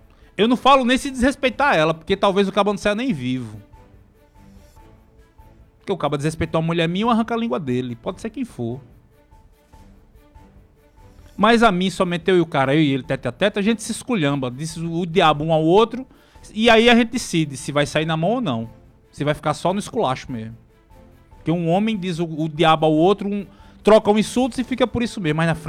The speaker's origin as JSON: {"language": "Portuguese", "town": "Santa Rita", "region": "Paraíba", "country": "Brazil", "tie": "born or raised there", "said": "sou santarritense, nascido no dia 5 de outubro de 1976, na maternidade de Governador Flávio Ribeiro Coutinho, pelas mãos do médico Dr. Dorivaldo Pereira."}